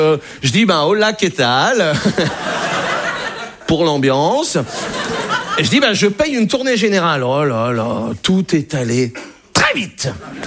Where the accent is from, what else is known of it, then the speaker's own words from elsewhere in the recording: Brittany, France; Je suis breton. Moi, j'ai été accepté en Bretagne.